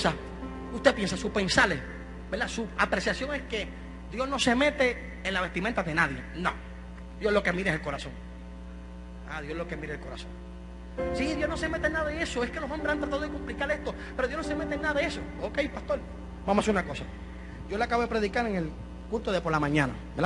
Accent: Carolina, Puerto Rico; Yo soy de Parque Ecuestre. Yo soy de Carolina.

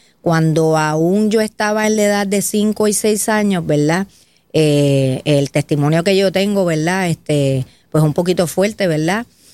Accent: San Juan, Puerto Rico; also born or lived in United States; Yo soy de Río Piedras.

